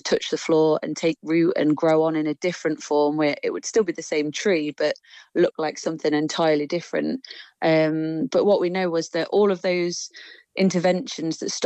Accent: Nottingham, East Midlands, United Kingdom; I'm a local girl, so I'm from Nottingham

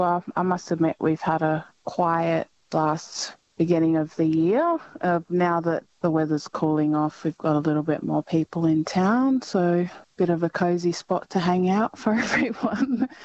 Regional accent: Northern Territory, Australia; I'm originally not from WA. I'm from Northeast Arnhem Land myself.

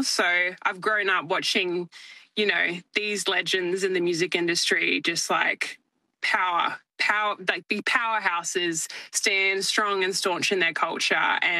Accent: Sydney, New South Wales, Australia; I am a very proud Darrumbal Aboriginal and Tongan woman, born and raised in Sydney on Gadigal and Bidjigal country.

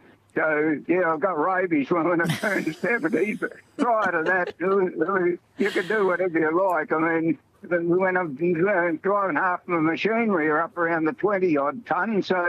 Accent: Birinia, South Australia, Australia; Birinia, yeah. It's north of Clare. It's between Clare and Hilltown.

